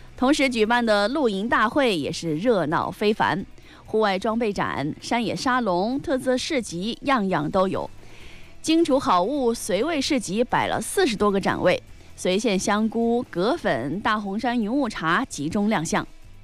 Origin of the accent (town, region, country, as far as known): Hubei, China